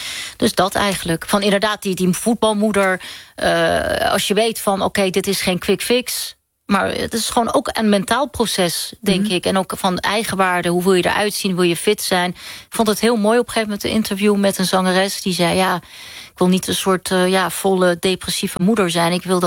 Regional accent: The Hague, South Holland, Netherlands; Ja, en daarna zei ik altijd, ik ben geen Nederlander, maar wel een Hagenees. Dus ik heb wel verschillende invloeden en verschillende identiteiten.

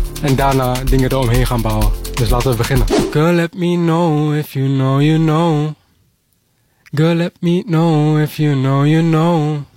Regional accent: Nigeria; accent: Edo; Dutch is a second language; Of Pidgin, Nigeriaans Engels. Je hebt heel veel dialecten. Mijn dialect is Edo.

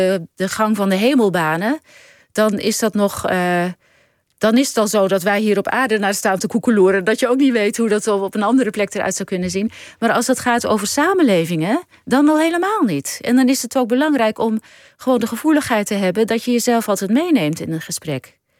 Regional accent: Netherlands; born there; dat ik als Nederlandse geboren vrouw niet kan weten hoe het is voor een Indiaanse vrouw

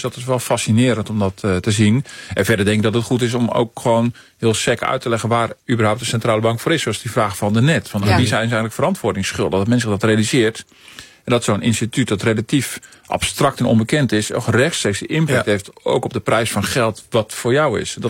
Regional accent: Netherlands; Dat wij als Nederlanders ook vertrouwen blijven houden in die centrale bank, dat die er ook voor ons is.

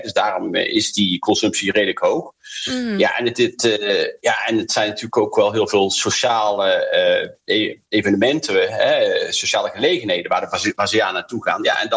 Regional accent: Netherlands; Bij voetbal bijvoorbeeld als Nederlanders samen.

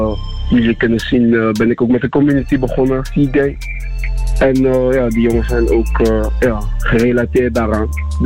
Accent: Nijmegen, Gelderland, Netherlands; ik probeer gewoon vanuit waar ik vandaan kom, Nijmegen, een movement te creëren en initiatief daarin te nemen.

